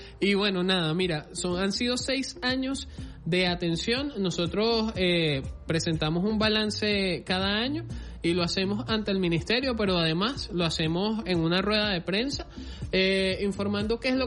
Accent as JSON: {"language": "Spanish", "country": "Venezuela", "said": "nosotros de repente como venezolanos, como hombres, como padres, chamo, debemos ser responsables."}